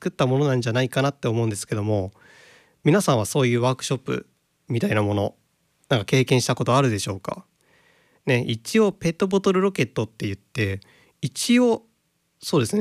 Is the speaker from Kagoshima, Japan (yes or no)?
no; Okayama, Japan; それから私の地元岡山にですね、如水太鼓という太鼓がありまして、